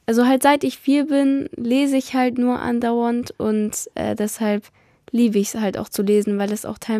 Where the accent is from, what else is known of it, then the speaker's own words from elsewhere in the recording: Munich, Bavaria, Germany; Also ich komme aus München.